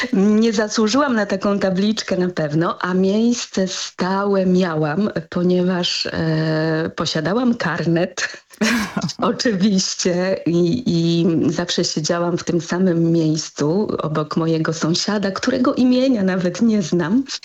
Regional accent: Łódź, Łódź Voivodeship, Poland; jako dziecko, jako łodzianka, bo ja pochodzę z Łodzi, dorastałam w Łodzi w latach 80.

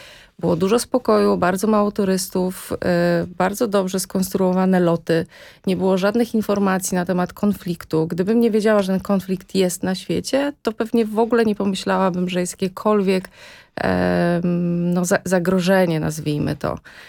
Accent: Warsaw, Masovian Voivodeship, Poland; u nas w Polsce, u nas w Warszawie.

